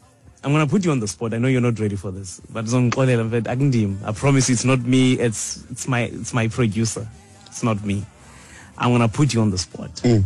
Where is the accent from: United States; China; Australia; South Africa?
South Africa; I'll say this as a South African